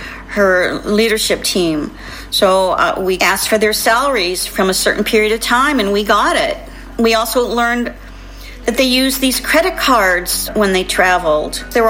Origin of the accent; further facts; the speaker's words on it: Newark, New Jersey, United States; I'm from Newark, New Jersey, which has been my home for the past 30 plus years.